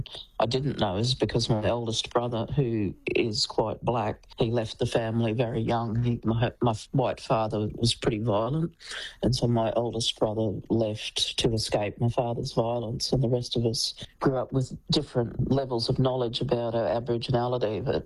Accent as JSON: {"language": "English", "town": "Brisbane", "region": "Queensland", "country": "Australia", "tie": "born or raised there", "said": "I'd grown up in Brisbane. You know, I was born in Brisbane at the Mater Hospital, which is, you know, 100 metres down the road from the river bend"}